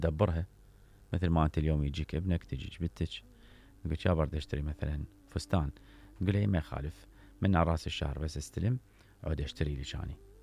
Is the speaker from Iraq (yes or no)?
yes; Iraq; الأزمة الأخرى اللي نعاني من عتها إحنا كعراقيين